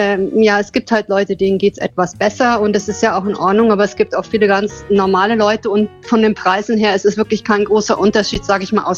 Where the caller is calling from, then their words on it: Starnberg, Bavaria, Germany